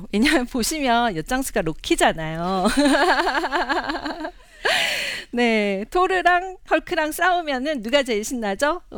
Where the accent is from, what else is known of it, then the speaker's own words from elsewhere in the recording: South Korea; 한국에서 태어나서 한국에서 쭉 산 저 같은 사람들도